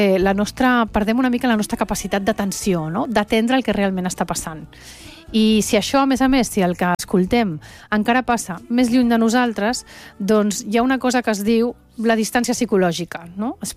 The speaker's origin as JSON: {"language": "Catalan", "country": "Venezuela", "accent": "Venezuelan", "lives_now": "Barcelona, Spain", "said": "jo quan vaig arribar de Venezuela, vaig venir directe de Venezuela aquí a Barcelona, parlava un català amb accent venezolà, perquè la meva mare sempre ens ha parlat català a casa, des de ben petits"}